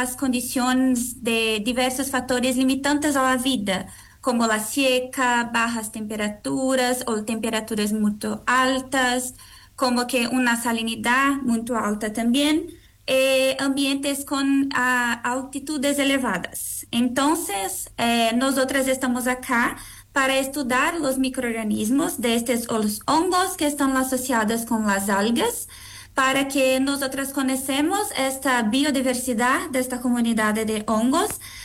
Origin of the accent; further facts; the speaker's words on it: southern Brazil, Brazil; Spanish is a second language; moved away as an adult; now in Punta Arenas, Chile; Soy brasileña de la región sur de Brasil.